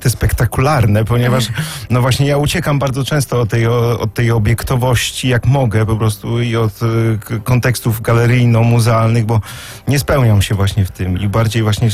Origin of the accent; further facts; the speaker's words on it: Kuyavian-Pomeranian Voivodeship, Poland; No ja akurat z Kujaw i Pomorza, byłem w tamtym czasie właśnie wtedy w Toruniu